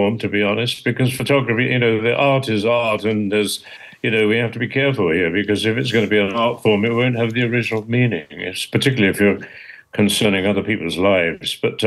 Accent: England, United Kingdom; I've always been proud of being English, and I wanted to do something and, stand out as an Englishman.

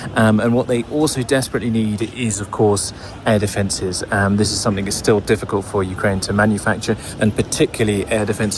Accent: United Kingdom; As a British journalist

